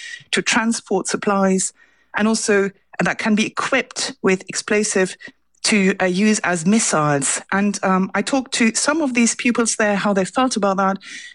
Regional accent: Germany; English is a second language; my home country, Germany, the spirit there is certainly quite different.

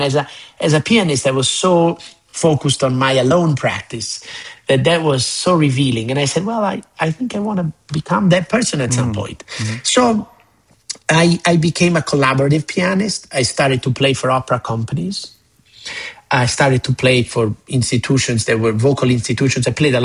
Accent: Florence, Tuscany, Italy; moved away; Well, I am from Florence, Italy

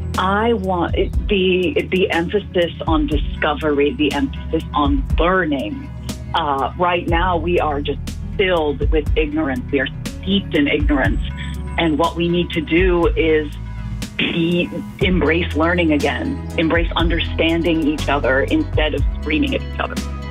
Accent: Bedford, East of England, United Kingdom; I'm from Bedford.

